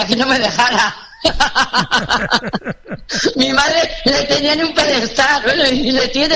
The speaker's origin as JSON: {"language": "Spanish", "town": "Ruente", "region": "Cantabria", "country": "Spain", "tie": "born there", "said": "Nos casamos en mi pueblo, en Ruente, Cantabria."}